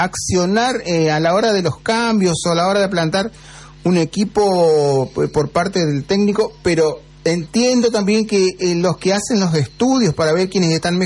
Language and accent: Spanish; Argentina; soy argentino